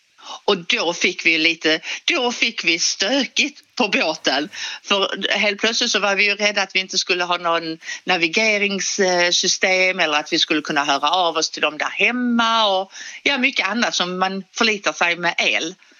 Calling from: Skåne, Sweden; Du kanske hör att vi är från Skåne.

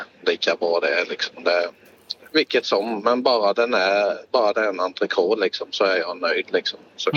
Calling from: Växjö, Kronoberg County, Sweden; Nej, jag är smålänning. Växjöbo, ja.

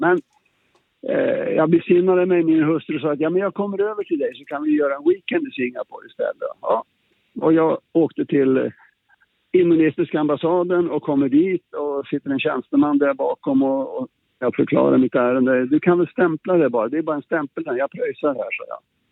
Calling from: Sweden; Hon jobbade utomlands och jag var hemma i Sverige.

